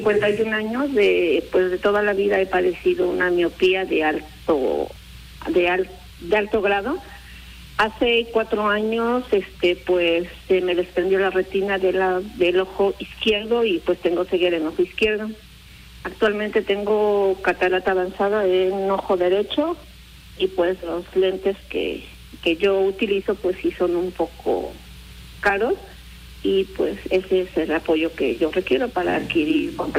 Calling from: Zacapoaxtla, Puebla, Mexico; De Zacapuaxla.

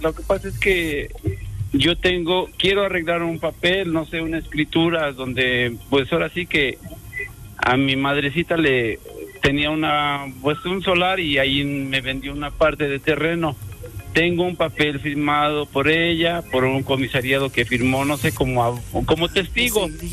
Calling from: San José Chiapa, Puebla, Mexico; Yo soy de San José, Chiapa

